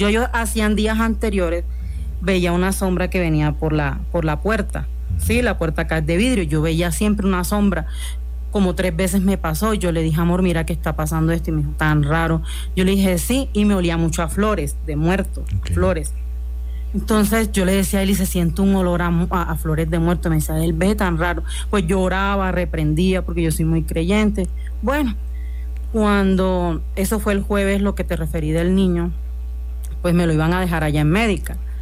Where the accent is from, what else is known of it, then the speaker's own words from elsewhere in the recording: Caribbean Region, Colombia; Yo no sabía, porque yo soy costeña, yo no, ni idea.